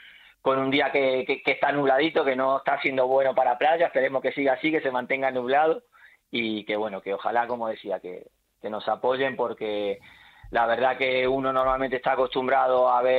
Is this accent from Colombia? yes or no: no; Argentina; now in Melilla, Spain; yo como argentino, evidentemente Messi para mí está a otro nivel del resto.